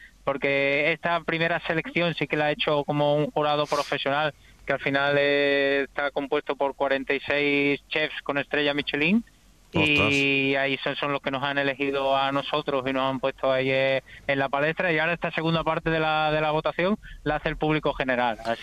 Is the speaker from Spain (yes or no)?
yes; Extremadura, Spain; somos los únicos extremeños que estamos ahí